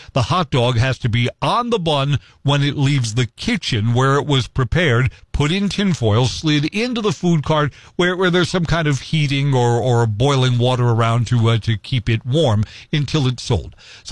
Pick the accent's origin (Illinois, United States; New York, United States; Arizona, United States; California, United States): New York, United States; New York City; now in Wisconsin, United States; I mean, I grew up in Brooklyn. I know all five boroughs of New York, Manhattan, Staten Island, the Bronx, Queens.